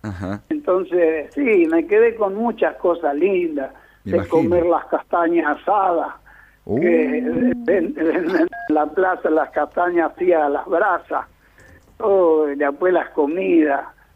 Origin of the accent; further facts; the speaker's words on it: Bolognetta, Sicily, Italy; now in Argentina; Y desde acá le mando un abrazo para Bolognetta, mi pueblo.